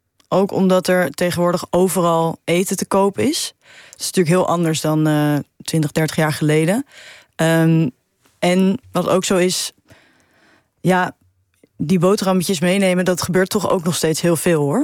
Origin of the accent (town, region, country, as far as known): Netherlands